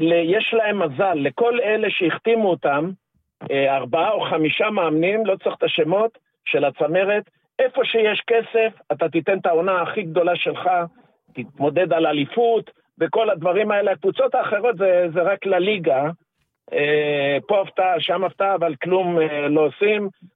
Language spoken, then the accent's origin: Hebrew; Tel Aviv, Tel Aviv District, Israel; also born or lived in Austria; אני נולדתי באוסטריה על מגרש כדורגל כשאבא שלי שיחק במגרש, וכל החיים הייתי בבאסה, שזה בלומפילד, לפני זה היה באסה.